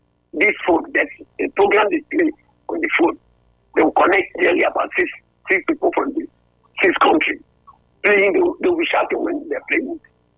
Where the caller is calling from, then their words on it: Asaba, Delta, Nigeria; I'm calling from Asaba. Second Beach.